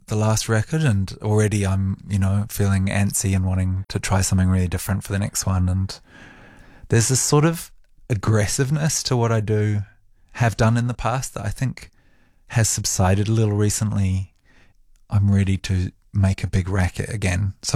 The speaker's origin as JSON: {"language": "English", "region": "London", "country": "United Kingdom", "tie": "born or raised there", "moved": "yes", "said": "I grew up in London as well, so it's like it feels very foreign."}